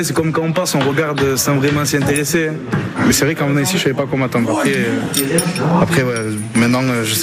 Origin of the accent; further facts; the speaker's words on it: Marseille, Provence-Alpes-Côte d'Azur, France; Et maintenant, moi je suis de Marseille.